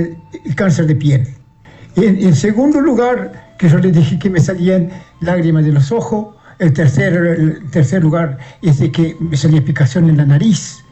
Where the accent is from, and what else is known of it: Pueblo Sequeira, Artigas, Uruguay